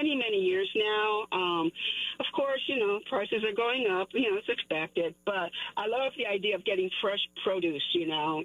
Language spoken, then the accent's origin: English; Chicago, Illinois, United States; I grew up in the Humboldt Park area, and then I ended up going to the Lakeview area, and, you know, I've been around, you know, it's mostly the north and northwest side that I've lived in Chicago. I'm a long-time Chicagoan, born and raised, native-born here, you know.